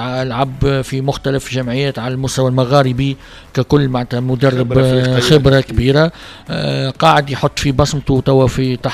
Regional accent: Tunisia; كتونسي ونادي رياضي الصفاقسي

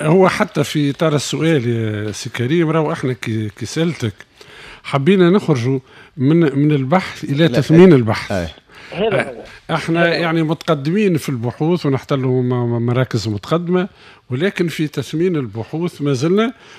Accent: Tunisia; احنا تونس

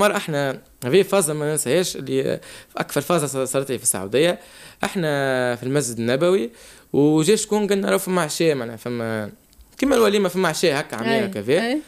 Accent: Tunisia; احنا التوانسة

